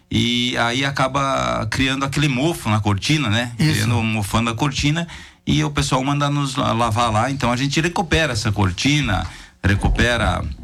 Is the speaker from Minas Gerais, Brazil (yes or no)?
no; Concórdia, Santa Catarina, Brazil; Me criei no interior de Concórdia